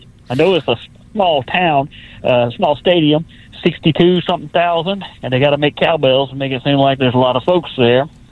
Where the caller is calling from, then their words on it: Saraland, Alabama, United States; I'm calling from Saraland, Alabama.